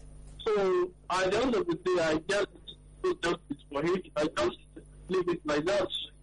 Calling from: Ikeja, Lagos, Nigeria; I'm from Ikeja.

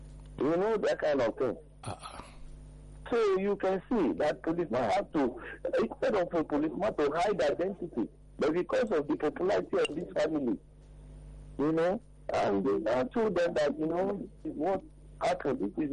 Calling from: Ayobo, Lagos, Nigeria; I'm calling from Ayobo.

